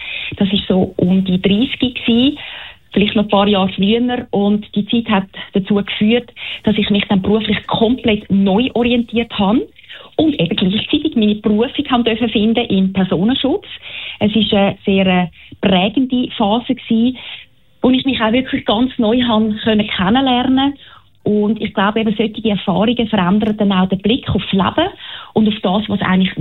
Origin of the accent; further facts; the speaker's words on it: Zurich, Switzerland; born there; also born or lived in Fribourg, Switzerland; ich bin aufgewachsen in der französischen Schweiz, in Fribourg. Bis zu der dritten Klasse habe ich dort die Schule zweisprachig besucht, bevor wir dann auf Zürich gezügelt sind. Und heute lebe ich in der Nähe von Zürich.